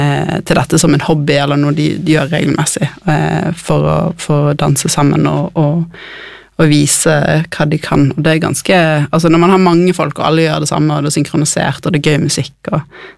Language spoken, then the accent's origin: Norwegian; Bergen, Vestland, Norway; accent: Bergen dialect; now in Oslo, Norway; Dere hører jo på dialekten min, jeg er fra Bergen.